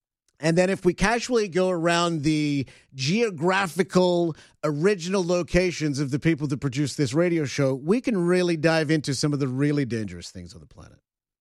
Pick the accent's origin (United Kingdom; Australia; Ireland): Australia; now in Toronto, Canada; Because of my accent, people are like, oh, you're from that place that has all the dangerous animals.